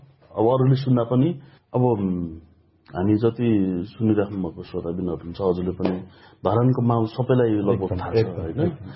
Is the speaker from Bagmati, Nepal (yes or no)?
no; Dharan, Koshi Province, Nepal; also born or lived in Letang, Morang; मेरो जन्म चाहिँ लेटाङ मोरङ हो, तर सानैमा लगभग 4-5 वर्षमा हामी धरान सिफ्ट भयो र मेरो बाल्यकाल चाहिँ धरानमै भयो